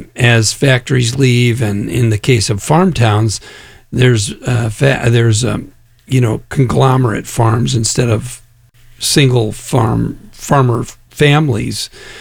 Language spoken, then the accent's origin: English; Naperville, Illinois, United States; Yeah, I'm from Chicago. I'm from Naperville, and Normal is actually a name of a town in Illinois